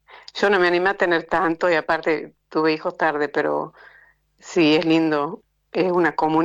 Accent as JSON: {"language": "Spanish", "town": "San Miguel de Tucumán", "region": "Tucumán", "country": "Argentina", "tie": "born or raised there", "lives_now": "Yerba Buena, Argentina", "said": "Viví en la capital de Tucumán toda mi vida hasta que me casé y me vine para acá. Qué cerquita, ¿no? Es a 30 minutos en auto"}